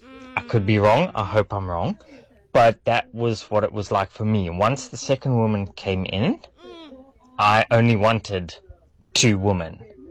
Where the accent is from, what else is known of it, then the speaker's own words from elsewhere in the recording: Cape Town, Western Cape, South Africa; I came from Cape Town.